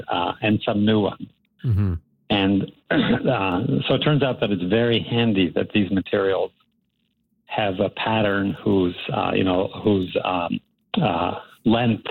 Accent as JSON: {"language": "English", "town": "Antigonish", "region": "Nova Scotia", "country": "Canada", "tie": "born or raised there", "also_born_or_lived": "Toronto", "moved": "as an adult", "said": "So I grew up in the town of Antigonish, Highland Drive."}